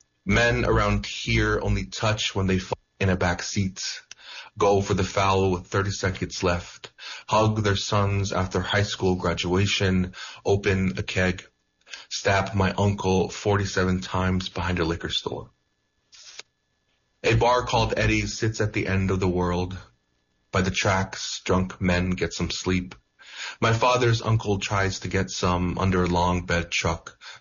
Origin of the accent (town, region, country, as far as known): Gallup, New Mexico, United States; born or raised there